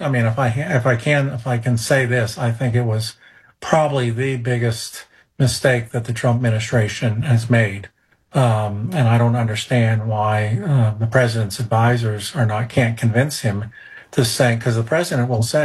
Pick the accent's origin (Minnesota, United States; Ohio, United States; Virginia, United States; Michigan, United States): Ohio, United States; now in North Carolina, United States; My home state of Ohio